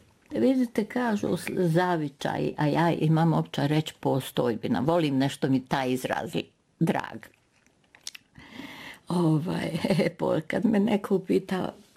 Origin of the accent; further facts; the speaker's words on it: Požega, Požega-Slavonia County, Croatia; born there; Ja sam treća generacija rođena u Slavonskoj Požegi. A ona prva, a to je baka moje majke, po ženskoj liniji govorim sad, je rodom iz Gospić, Brinje, Donji Lapac.